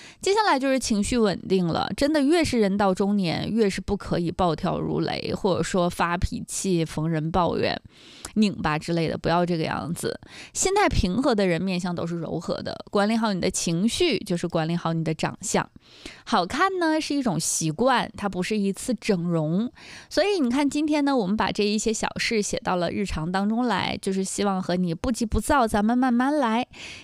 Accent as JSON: {"language": "Chinese", "region": "Northeast China", "country": "China", "accent": "Northeastern dialect", "said": "用咱们东北话来说"}